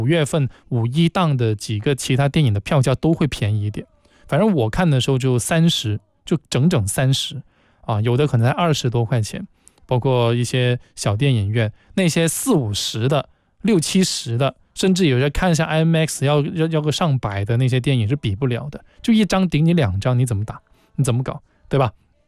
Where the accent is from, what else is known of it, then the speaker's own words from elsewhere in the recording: Guangzhou, Guangdong, China; 就像我一个广州人